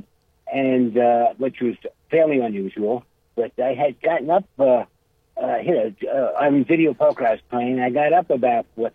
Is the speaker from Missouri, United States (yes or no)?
no; New York, United States; now in Ohio, United States; I'm from New York, and I go way back. I've lived in Ohio a long time